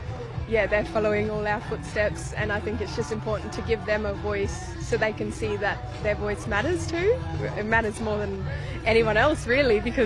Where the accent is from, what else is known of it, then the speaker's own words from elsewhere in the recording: Northern Territory, Australia; Yeah, I'm from Mbanta, born and raised. I'm a proud Orinda, Majida, Kadage and Walpiri woman.